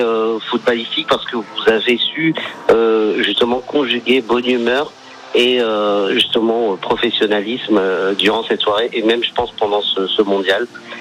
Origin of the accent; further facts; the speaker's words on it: Bordeaux, Nouvelle-Aquitaine, France; Je suis de Bordeaux.